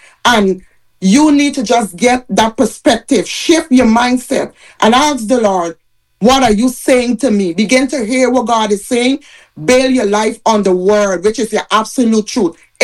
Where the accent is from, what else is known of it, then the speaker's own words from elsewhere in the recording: Guyana; now in Houston, United States; I'm living in Houston, Texas, but I'm from Guyana. I'm Guyanese.